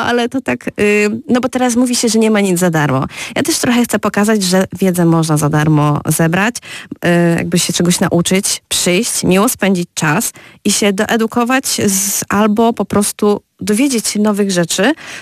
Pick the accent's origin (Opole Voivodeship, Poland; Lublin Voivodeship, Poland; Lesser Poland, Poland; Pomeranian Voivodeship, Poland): Opole Voivodeship, Poland; Kędzierzyn-Koźle; Kędzierzyn-Koźle to jest moje miasto, w którym się urodziłam, w którym tak naprawdę cały czas działam.